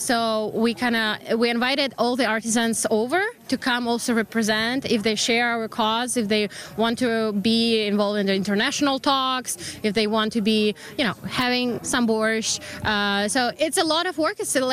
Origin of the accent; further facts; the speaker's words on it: Ukraine; moved away as an adult; also born or lived in Toronto, Canada; now in Quebec, Canada; I'm Canadian-Ukrainian